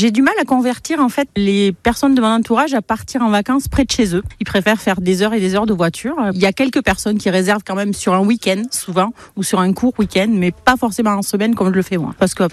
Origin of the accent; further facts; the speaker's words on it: Saint-Paul-lès-Dax, Nouvelle-Aquitaine, France; J'ai mes petites habitudes de vacances près de la maison. Je suis de Saint-Paul-les-Dax.